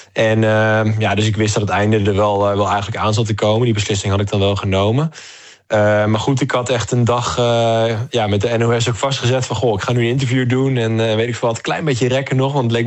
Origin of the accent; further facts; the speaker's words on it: Deventer, Overijssel, Netherlands; En ja, ik kom uit Deventer. Dus een dagje naar het strand was echt een jaarlijks uitje.